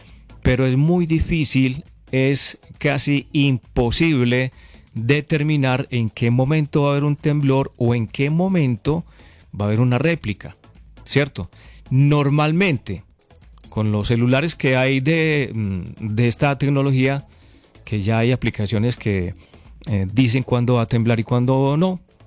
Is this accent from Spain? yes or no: no; Concordia, Antioquia, Colombia; mi pueblo de Concordia